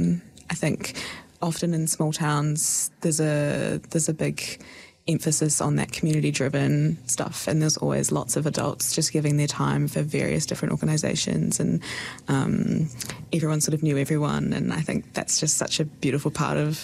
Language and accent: English; Alexandra, Otago, New Zealand; moved away as an adult; now in Dunedin, New Zealand; I grew up in Central Otago.